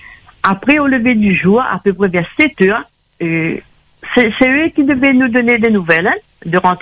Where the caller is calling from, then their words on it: Saint-Denis, Réunion; moi j'appelle de Saint-Denis.